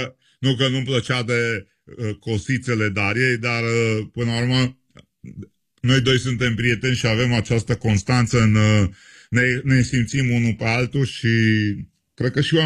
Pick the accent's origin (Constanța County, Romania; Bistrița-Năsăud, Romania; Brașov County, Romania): Bistrița-Năsăud, Romania; Bistrița; eu sunt un prost din Bistrița